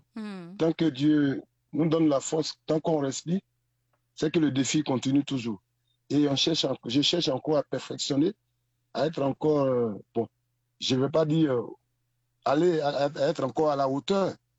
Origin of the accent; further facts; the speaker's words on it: Toulépleu, Montagnes, Côte d’Ivoire; Et je suis fils du Cavali, précisément de Touloupleu. Et ivoirien.